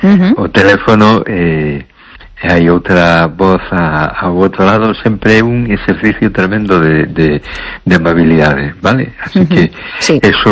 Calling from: A Coruña, Galicia, Spain; de Coruña.

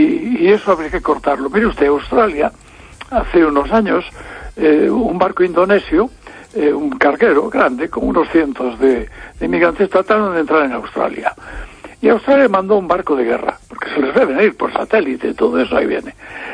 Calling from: Santiago de Compostela, Galicia, Spain; de Santiago.

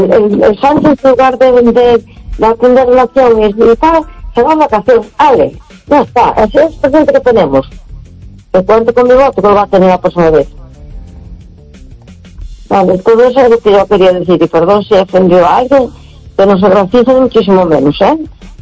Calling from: A Coruña, Galicia, Spain; de Coruña.

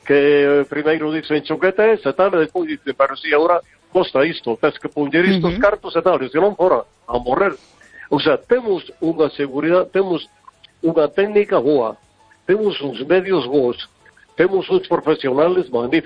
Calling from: Vigo, Galicia, Spain

